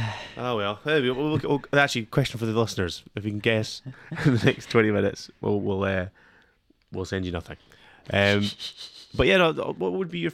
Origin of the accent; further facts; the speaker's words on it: Scotland, United Kingdom; being Scottish